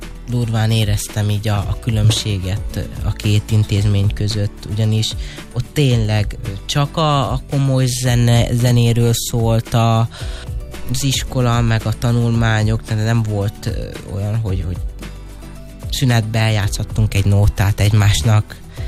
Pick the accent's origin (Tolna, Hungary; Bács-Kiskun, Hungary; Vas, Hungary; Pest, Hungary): Tolna, Hungary; Dunaföldvár; born or raised there